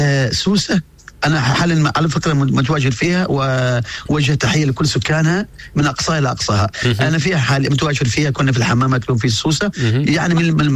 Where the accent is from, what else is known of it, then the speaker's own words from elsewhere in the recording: Oman; accent: Omani; أنا بتكلم لغتي العمانية